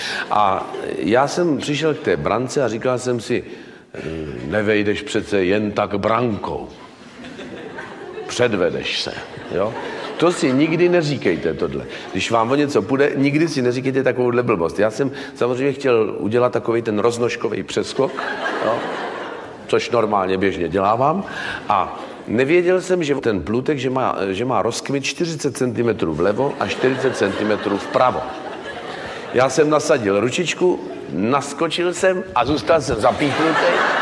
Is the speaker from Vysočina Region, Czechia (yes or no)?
yes; Třebíč, Vysočina Region, Czechia; born there; kterou jsme jeli po Třebíči po mém rodném městě